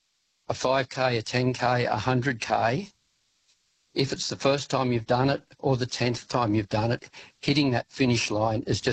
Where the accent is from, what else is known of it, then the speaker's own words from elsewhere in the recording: Sydney, New South Wales, Australia; I grew up in Sydney, and I knew the Blue Mountains area really well. I spent a lot of time bushwalking up there and rock climbing during my teens. And then ultimately we moved away from Sydney and I left all that behind.